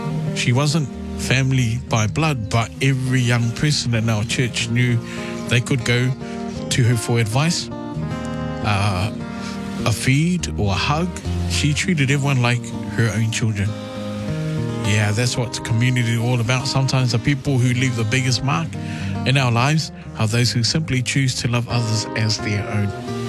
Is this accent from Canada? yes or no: no; Christchurch, Canterbury, New Zealand; I'm from Christchurch.